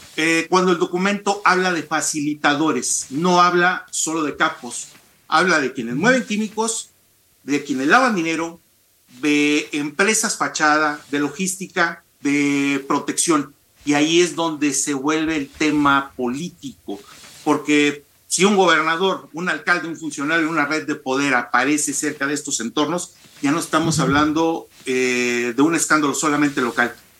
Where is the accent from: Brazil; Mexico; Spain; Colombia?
Mexico